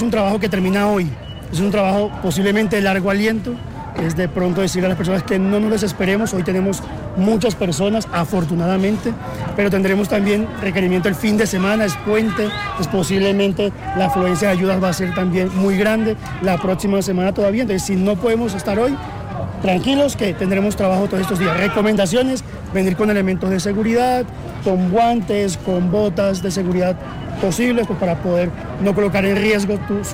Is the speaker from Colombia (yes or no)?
yes; Colombia; eso muestra el gran corazón que tenemos como colombianos y cómo mueve la solidaridad.